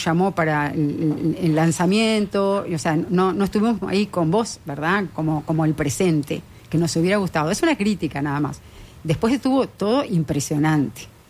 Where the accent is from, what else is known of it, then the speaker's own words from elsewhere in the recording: Paysandú, Uruguay; Yo crecí en la ciudad de Paysandú